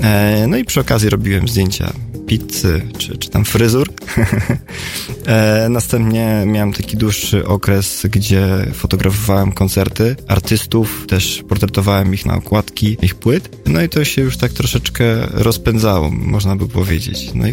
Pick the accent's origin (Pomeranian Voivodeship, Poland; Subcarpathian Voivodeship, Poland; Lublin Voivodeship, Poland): Pomeranian Voivodeship, Poland; Gdańsk; pochodzę z Gdańska